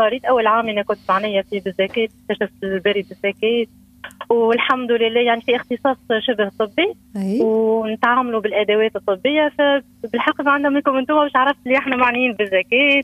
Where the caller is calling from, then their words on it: Bizerte, Bizerte Governorate, Tunisia; من بنزرت.